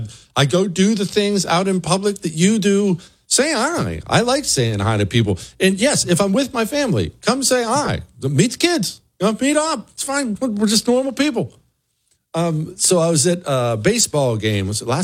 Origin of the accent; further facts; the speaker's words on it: Bozeman, Montana, United States; I grew up in Bozeman, Montana. And Bozeman was a lot smaller back then than it is now. It's not like it's big now, but it was smaller